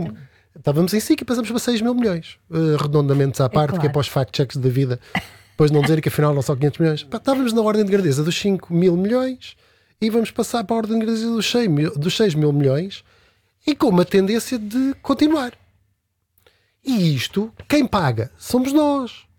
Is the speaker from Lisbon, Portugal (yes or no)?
yes; Seixal, Lisbon, Portugal; sou da Margem Sul, portanto, zona de Fernão Ferro